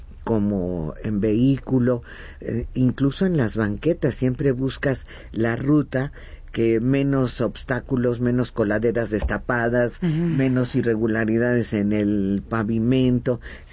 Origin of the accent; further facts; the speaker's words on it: Mexico; Qué auténticos somos los mexicanos